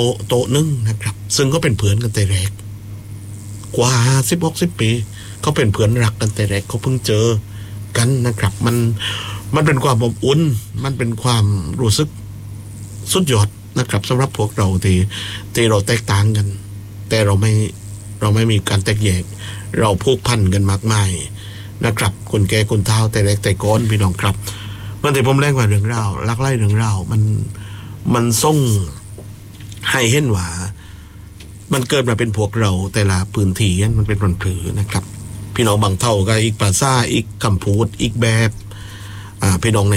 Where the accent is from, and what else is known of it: Phuket, Thailand